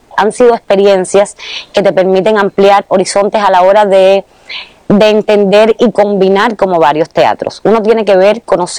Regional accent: Pinar del Río, Cuba; Soy de la provincia de Pinar del Río, la provincia más occidental de Cuba, donde todas las personas son muy sanas, muy nobles, muy sencillas, y me crié con mis abuelos

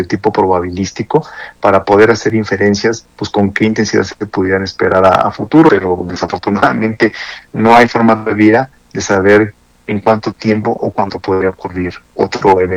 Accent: Mexico; en mi país, en México

